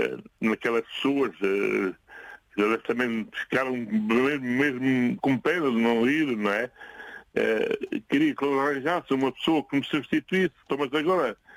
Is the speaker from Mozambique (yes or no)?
no; Mata, Centro, Portugal; born there; Eu nasci na Mata. É uma aldeia perto aqui de Castelo Branco, 17 km de Castelo Branco.